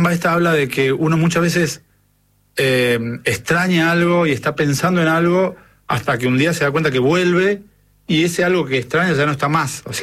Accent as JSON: {"language": "Spanish", "region": "Salta", "country": "Argentina", "moved": "yes", "said": "Y es que el primer tiempo que vine de Salta me la pasé extrañando."}